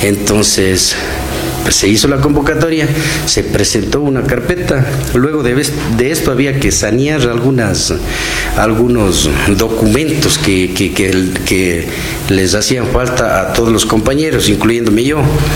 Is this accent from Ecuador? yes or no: yes; Cañar, Ecuador; creo que soy de acá, de Cañar de Pachacuti Urbano, el único afiliado